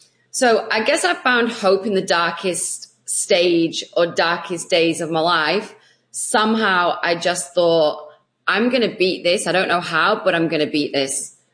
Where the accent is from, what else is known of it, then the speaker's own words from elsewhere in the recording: England, United Kingdom; now in Australia; So I am actually originally from England, but I do live in Australia.